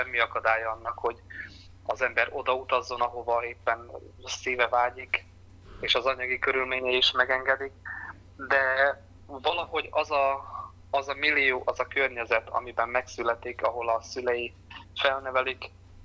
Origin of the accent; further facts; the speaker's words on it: Berehove, Zakarpattia Oblast, Ukraine; moved away; hiszen a gyermekkoromat töltöttem ott